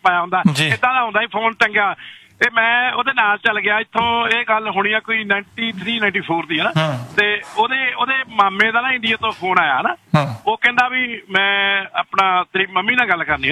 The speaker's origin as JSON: {"language": "Punjabi", "town": "Moga", "region": "Punjab", "country": "India", "said": "ਪਹਿਲਾਂ ਤਾਂ ਮੈਂ ਇੰਡੀਆ ਦੀ ਤੈਨੂੰ ਸੁਣਾ, ਮੈਂ ਨਾ 1985 ਦੇ ਵਿੱਚ ਮੈਂ ਸਿਸਟਰ ਦੀ ਮੈਰਿਜ ਕੀਤੀ ਹੈ ਨਾ, ਤੇ ਉਦੋਂ ਵੀ ਫੋਨ ਬਹੁਤ ਘੱਟ ਹੁੰਦੇ ਸੀ, ਤੇ ਸਾਡੇ ਮੋਗੇ ਹੁੰਦਾ ਸੀਗਾ ਫੋਨ ਜਿੱਦਾਂ ਸਰਕਾਰੀ"}